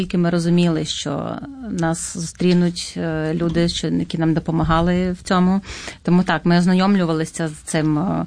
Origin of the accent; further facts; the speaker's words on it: Zakarpattia Oblast, Ukraine; moved away as an adult; now in Rochester, United States; Ми приїхали з України в 2023 році. Ми з Закарпаття, з України.